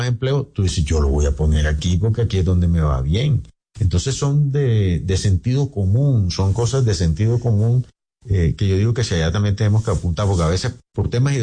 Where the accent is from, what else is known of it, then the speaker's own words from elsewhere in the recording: Santa Marta, Magdalena, Colombia; A ver, yo soy samario.